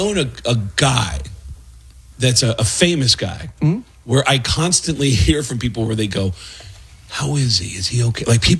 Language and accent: English; Bronx, New York, United States; now in Las Vegas, United States; I grew up in the Bronx. Now I split my time between Vegas and New York. But Vegas is home for me.